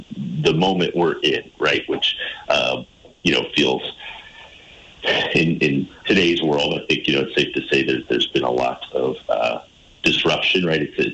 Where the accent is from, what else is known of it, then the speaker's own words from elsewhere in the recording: Putney, Vermont, United States; I mean, I grew up in Putney. There's an amazing Putney Historical Society